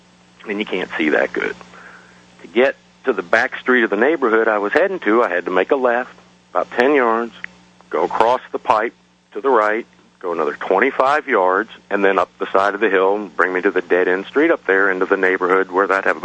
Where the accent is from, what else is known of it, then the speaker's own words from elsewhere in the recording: Freeport, New York, United States; 17-year-old, I'm not scared of much, especially growing up in New York